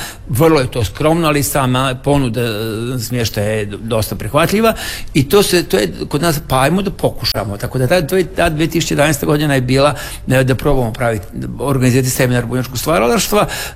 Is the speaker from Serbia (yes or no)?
yes; Vojvodina, Serbia; Ja sam iz Vojvodine, selo Tavanko kod Subotice